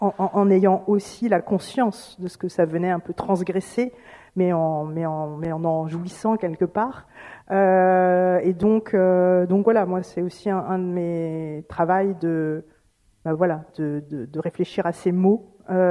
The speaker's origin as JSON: {"language": "French", "region": "Brittany", "country": "France", "said": "Ah, mais comment ça se fait que tu parles français? D'où viens-tu? De Bretagne. Non, mais d'où viens-tu vraiment?"}